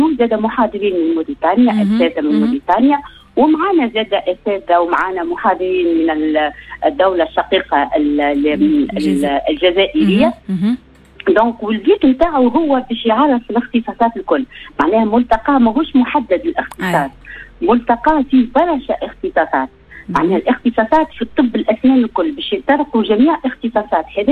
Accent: Tunisia; احنا التونسية

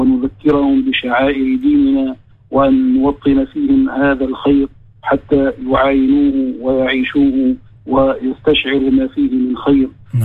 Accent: Tunisia

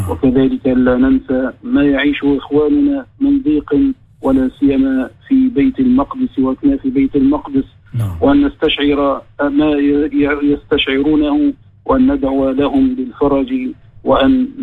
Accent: Tunisia

